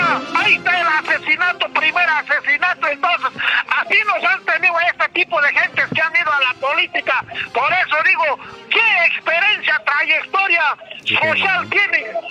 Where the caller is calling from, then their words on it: Cusco, Peru; tenemos que defendernos como cusqueños